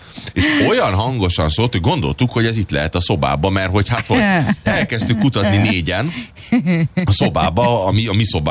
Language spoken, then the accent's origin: Hungarian; Budapest, Hungary; Hát én egy pesti gyerek vagyok